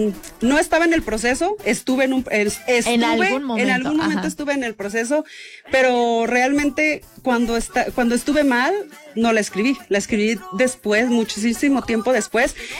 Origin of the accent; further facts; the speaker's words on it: Aguascalientes, Mexico; now in Canada; yo soy originaria de Aguascalientes.